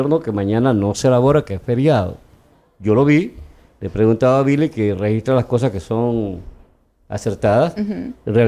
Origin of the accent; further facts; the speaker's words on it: Portoviejo, Manabí, Ecuador; Saludos a Puerto Viejo, mi tierra querida.